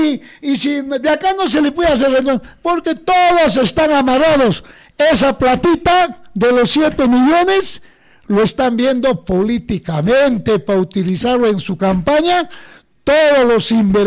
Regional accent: Coracora, Ayacucho, Peru

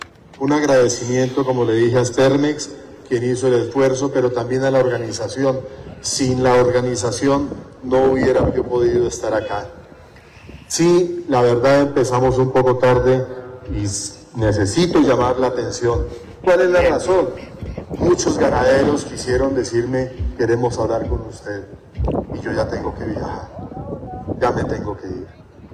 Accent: Colombia; desde Colombia, desde mi tierra

